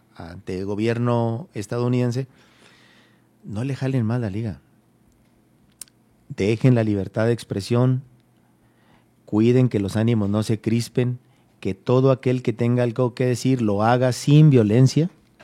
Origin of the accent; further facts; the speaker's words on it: Chihuahua, Mexico; Somos un país, todos somos mexicanos. Los chihuahuenses somos parte de este país, de México.